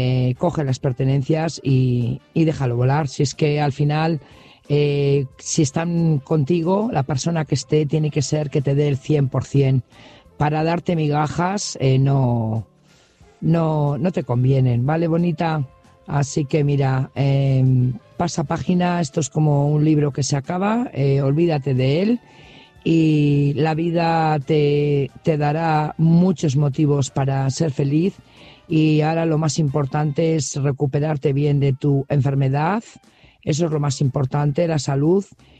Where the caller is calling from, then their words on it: Burgos, Castile and León, Spain; corresponsal de Burgos.